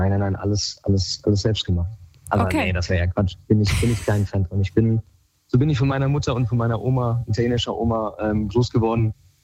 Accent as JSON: {"language": "German", "town": "Gießen", "region": "Hesse", "country": "Germany", "said": "Ich komme hier aus Gießen"}